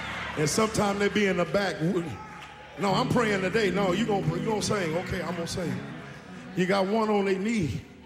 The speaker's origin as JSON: {"language": "English", "town": "Los Angeles", "region": "California", "country": "United States", "tie": "born or raised there", "said": "When I was growing up in Los Angeles and I used to see the deacons praying"}